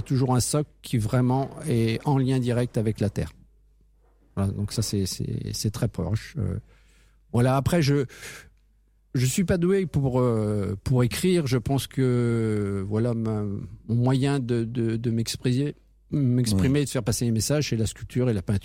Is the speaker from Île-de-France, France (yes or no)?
yes; Paris, Île-de-France, France; moved away as an adult; now in Argenton-sur-Creuse, France; Moi, je suis né à Paris... Je suis un parigot.